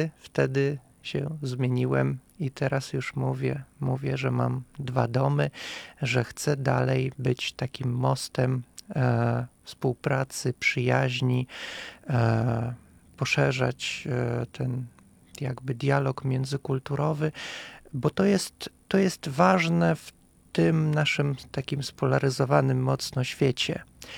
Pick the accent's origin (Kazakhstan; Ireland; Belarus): Kazakhstan; i ja się cieszę, że reprezentuję ten kraj, że pochodzę z Kazachstanu, zawsze to mówię z dumą.